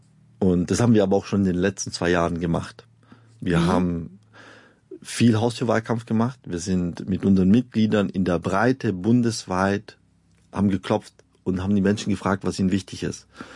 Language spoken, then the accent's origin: German; Stuttgart, Baden-Württemberg, Germany; ich komme ja aus Stuttgart